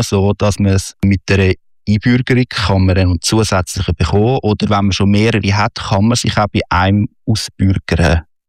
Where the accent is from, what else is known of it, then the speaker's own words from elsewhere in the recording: Illnau-Effretikon, Zurich, Switzerland; Ich habe mich da zum Beispiel in Ilnau-Effretiken einbürgern lassen als Schweizer. Das heisst, ich habe jetzt noch einen zweiten Heimatort bekommen, weil ich bin da aufgewachsen bin.